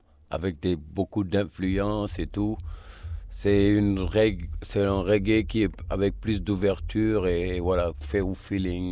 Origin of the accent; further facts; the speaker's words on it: Senegal; Exactement. On retrouve les mêmes vibes, les mêmes smiles, même énergie et cette hospitalité-là aussi.